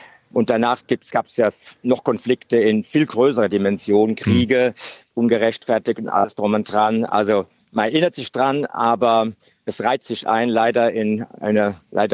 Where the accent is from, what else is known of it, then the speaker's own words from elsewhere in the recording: Germany; moved away as an adult; also born or lived in California, United States / southeastern US; Als Deutsche war man natürlich immer noch ganz anders im Ansehen